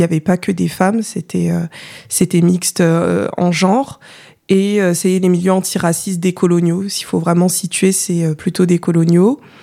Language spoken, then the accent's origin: French; Comoros; Je suis une personne afrodescendante. Je suis comorienne, française aussi de nationalité, mais racialement, ouais, je suis une personne noire.